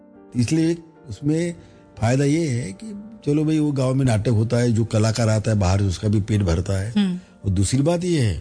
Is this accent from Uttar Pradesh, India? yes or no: no; Chandrapur district, Maharashtra, India; born there; नोरगांव में हुई, चंद्रपुर जिले में